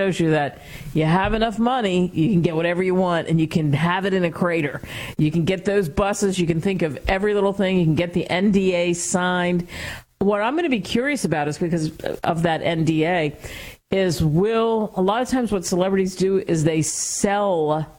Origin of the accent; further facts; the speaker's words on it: Pennsylvania, United States; I grew up outside of Philadelphia.